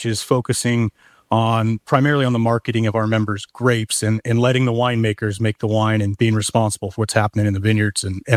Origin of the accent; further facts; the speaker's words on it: California, United States; as a Californian, you got to read Steinbeck.